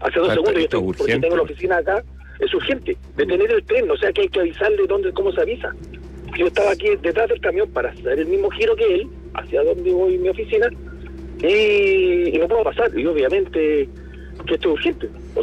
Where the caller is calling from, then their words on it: Requínoa, O'Higgins, Chile; te llamo de la comuna de Requinoa, en la ruta interior que va hacia Requinoa.